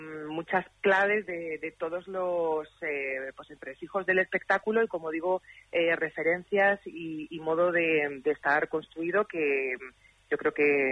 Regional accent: Alcorcón, Community of Madrid, Spain; emocionada y feliz de poder ir ahí a Alcorcón, a mi tierra, donde vive toda mi familia y tengo mis recuerdos de infancia más bonitos.

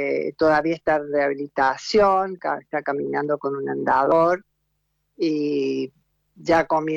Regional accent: Oncativo, Córdoba, Argentina; moved away as an adult; now in Córdoba, Argentina; estoy en Córdoba. Hoy estoy en Córdoba. Hace unos meses que estoy en Córdoba, pero yo soy nativa de un pueblo, Oncativo, que está a 70 kilómetros de la ciudad de Córdoba.

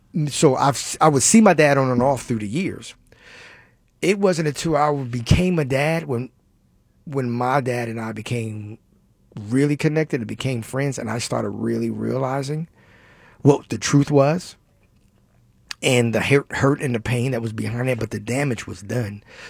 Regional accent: Baltimore, Maryland, United States; moved away; I'm originally from Baltimore.

